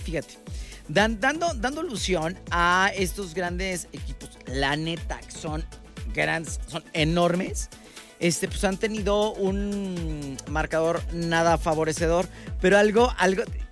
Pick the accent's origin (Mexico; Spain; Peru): Mexico